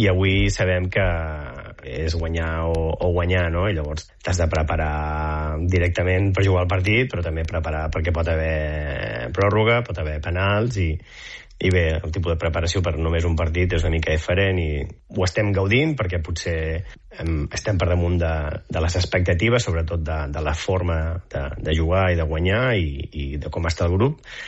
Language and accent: Catalan; Catalonia, Spain; now in United States; Doncs sí, som bastants catalans aquí